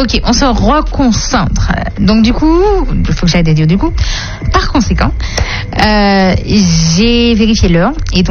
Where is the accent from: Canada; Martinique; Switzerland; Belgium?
Martinique; Oui, je suis une vraie Martiniquaise dans l'âme, le corps et l'esprit.